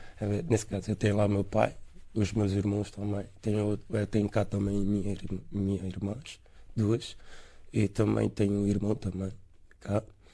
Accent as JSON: {"language": "Portuguese", "country": "São Tomé & Príncipe", "moved": "as an adult", "lives_now": "Portugal", "said": "eu sou de São Tomé e Príncipe, estou em Portugal a viver há 3 anos."}